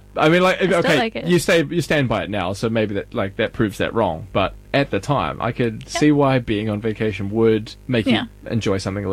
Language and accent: English; New Zealand; And granted, I come from New Zealand where we don't have great pizza either.